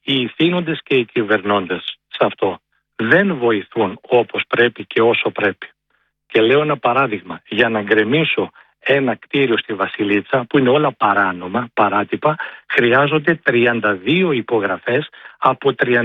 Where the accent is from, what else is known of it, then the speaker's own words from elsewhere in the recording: Avdella, Western Macedonia, Greece; η καταγωγή μου είναι από την Αυδέλα